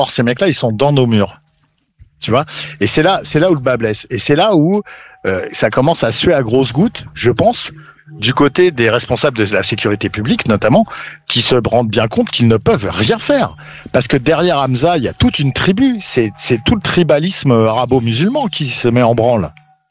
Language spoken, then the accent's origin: French; Paris, Île-de-France, France; Je suis parisien.